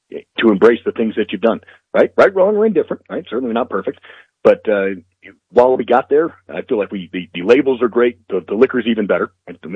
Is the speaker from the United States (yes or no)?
yes; United States; as a citizen, as an American, as a proud American